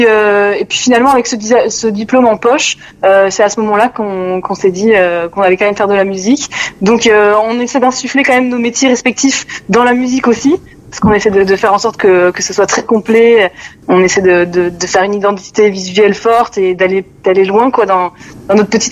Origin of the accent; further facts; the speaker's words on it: Pau, Nouvelle-Aquitaine, France; now in Bordeaux, France; on vient du Sud-Ouest